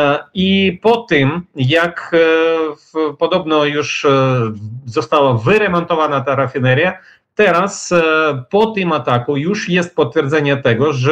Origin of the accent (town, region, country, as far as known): Ukraine; now in Kyiv, Ukraine